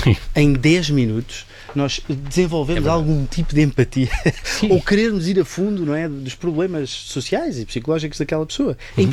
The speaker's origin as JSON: {"language": "Portuguese", "region": "Lisbon", "country": "Portugal", "tie": "born there", "said": "Eu não era da Covilhã, eu sou de Lisboa, nasci em Lisboa, estudei em Lisboa, na Nova"}